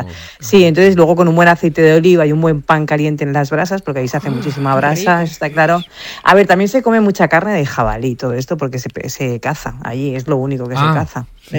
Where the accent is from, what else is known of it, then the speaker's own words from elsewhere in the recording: Sot de Chera, Valencian Community, Spain; Yo siempre digo que soy de Sot de Xera porque me siento de allí